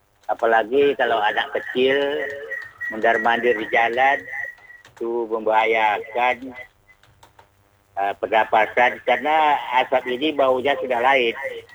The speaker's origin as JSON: {"language": "Indonesian", "town": "Selatpanjang", "region": "Riau", "country": "Indonesia", "tie": "born there", "moved": "yes", "said": "kalau daerah kami di Selat Panjang kan saya tahu sendiri, saya kampung saya memang gambut."}